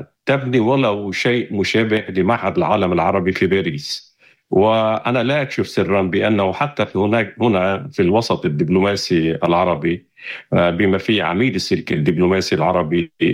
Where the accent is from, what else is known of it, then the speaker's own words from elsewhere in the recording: Russia; أنا روسي بس أصلي لبناني